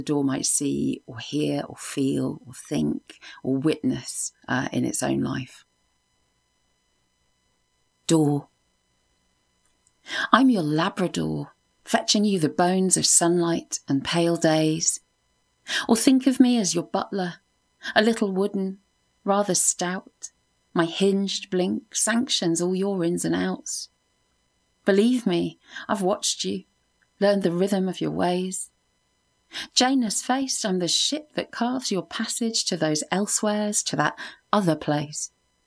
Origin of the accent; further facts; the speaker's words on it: Winchester, South East England, United Kingdom; from Winchester